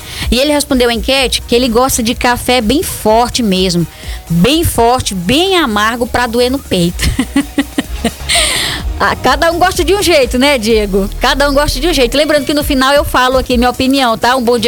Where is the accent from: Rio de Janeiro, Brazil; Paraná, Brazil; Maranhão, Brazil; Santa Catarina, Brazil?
Maranhão, Brazil; Eu sou do Maranhão.